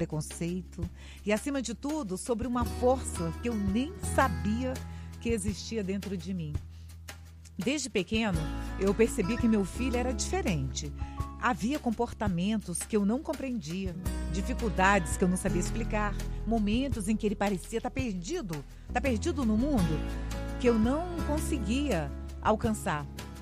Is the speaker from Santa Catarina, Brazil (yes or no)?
no; Espírito Santo, Brazil; now in São Paulo, Brazil; sou capixaba, mas estou morando no interior de São Paulo.